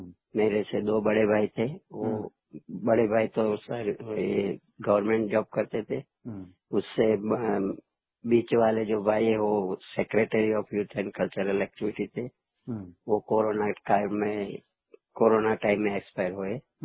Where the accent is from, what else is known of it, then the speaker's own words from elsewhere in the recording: Ahmedabad, Gujarat, India; born there; तो मेरा तो जन्म अहमदाबाद में हुआ था